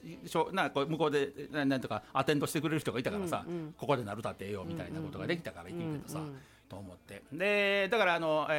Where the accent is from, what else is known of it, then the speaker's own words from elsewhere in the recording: Osaka, Japan; 地元の大阪のね、